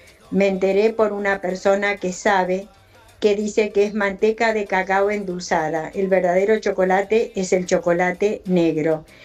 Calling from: Lomas del Mirador, Buenos Aires Province, Argentina; de Lomas del Mirador.

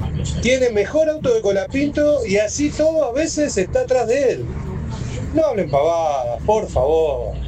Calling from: Merlo, Buenos Aires Province, Argentina; Hola Radio Latina … de Merlo.

